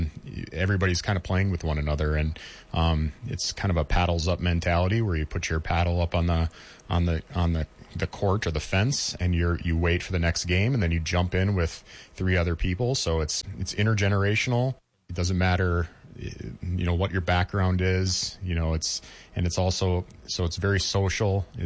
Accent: Minneapolis, Minnesota, United States; And I grew up in the Twin Cities and I moved north to live up here because a minute in the car is a mile down the road.

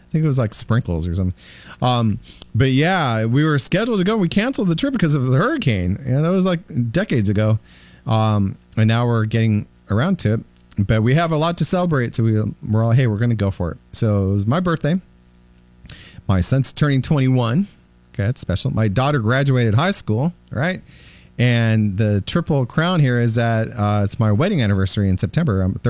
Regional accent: California, United States; And I'm from California. When I visited Texas, I was blown away with the barbecue.

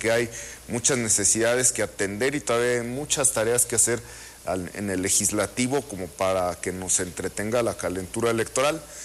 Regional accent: Morelia, Michoacán, Mexico; Soy de Morelia, yo estudié en la secundaria técnica número 3, la que está frente al zoológico.

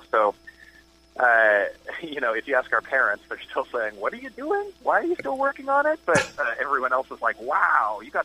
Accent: Saskatchewan, Canada; I'm from the prairies. I'm from Saskatchewan.

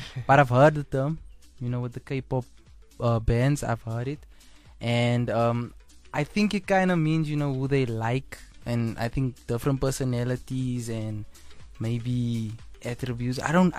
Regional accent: Johannesburg, Gauteng, South Africa; El Dorado Park.

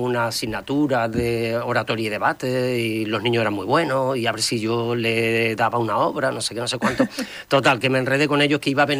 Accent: Marchena, Andalusia, Spain; me iba a mi pueblo, a Marchena

